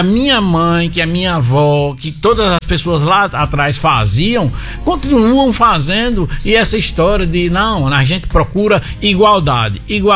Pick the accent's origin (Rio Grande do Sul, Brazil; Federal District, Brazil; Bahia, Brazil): Bahia, Brazil; Acajutiba; born there; moved away as an adult; also born or lived in Rodolfo Fernandes / Natal; now in Mossoró, Brazil; Eu nasci na cidade de Acajutiba, na Bahia.